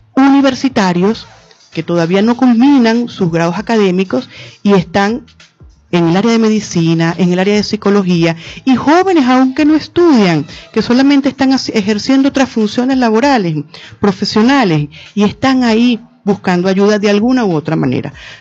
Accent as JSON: {"language": "Spanish", "country": "Venezuela"}